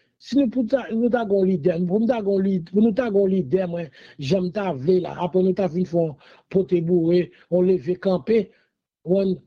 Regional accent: Haiti; je suis haïtien, je dis ça fort et jusqu'au bout, jusqu'à la dernière jour de ma vie. Je dis, je vais toujours être haïtien

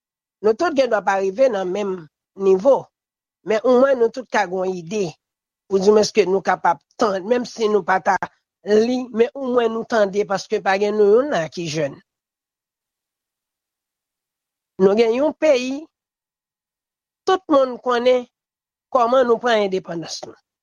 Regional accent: Haiti; Et moi-même en tant que haïtien

